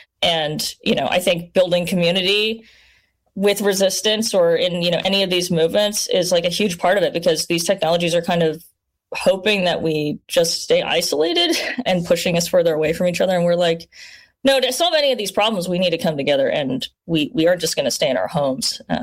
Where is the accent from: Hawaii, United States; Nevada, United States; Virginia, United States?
Nevada, United States; Las Vegas; I'm from Las Vegas, by the way. So, this is also very personal to me when it comes to folks building giant infrastructure in the desert